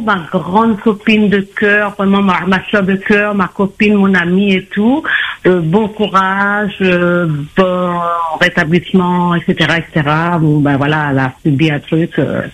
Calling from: Petite-Île, Réunion; de la Petite Île.

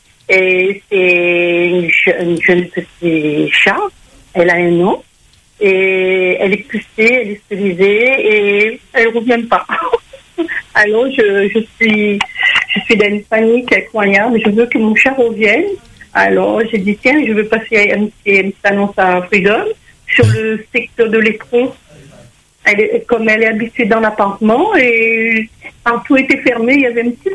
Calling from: Réunion; du secteur où j'habite à l'Étron, ruelle des Fleurs

